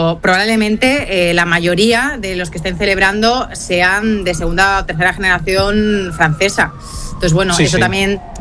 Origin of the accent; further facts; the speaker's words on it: Seville, Andalusia, Spain; born there; Mi madre es española y mi padre es marroquí. Y yo me defino como hispana-marroquí. Y yo nací en Sevilla, aquí en España.